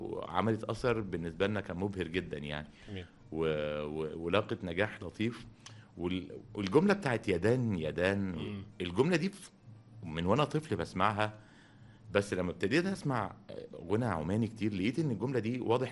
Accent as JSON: {"language": "Arabic", "country": "Egypt", "said": "عندنا في مصر"}